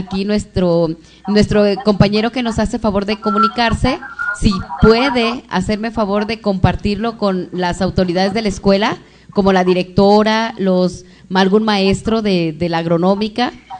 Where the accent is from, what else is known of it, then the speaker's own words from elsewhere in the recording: Santa Ana Maya, Michoacán, Mexico; mis parientes, mis paisanos de lo que es Santa La Maya. … de Santa La Maya.